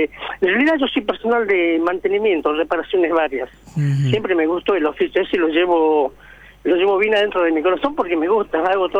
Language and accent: Spanish; Salta, Argentina; now in Buenos Aires, Argentina; Yo soy salteño de Salta.